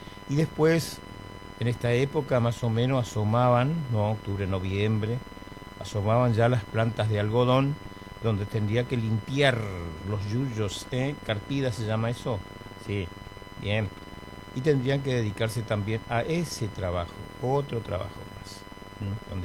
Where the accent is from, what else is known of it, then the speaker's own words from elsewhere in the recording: Presidencia de la Plaza, Chaco, Argentina; en 15 kilómetros de mi pueblo, Presidencia de la Plaza.